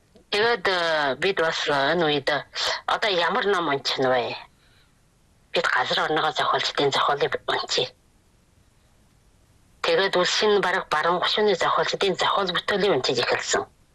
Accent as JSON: {"language": "Mongolian", "region": "Inner Mongolia", "country": "China", "tie": "born or raised there", "moved": "yes", "lives_now": "New Barag Right Banner, China", "said": "Шинэ барга зүүн хүч юуны Жавхлан сумны улаан туг гачааны уугуул байна."}